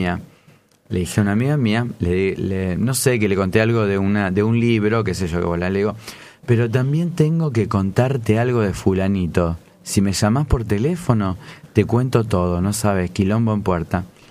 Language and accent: Spanish; Rosario, Santa Fe, Argentina; Yo soy acá, de Rosario, como